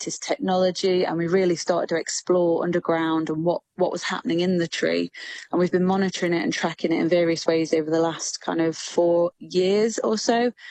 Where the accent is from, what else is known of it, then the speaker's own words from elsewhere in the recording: Nottingham, East Midlands, United Kingdom; I'm a local girl, so I'm from Nottingham